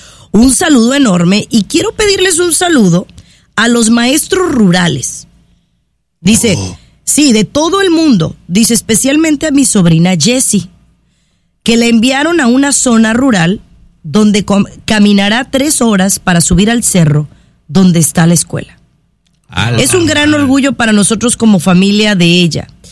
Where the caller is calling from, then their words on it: San Diego, California, United States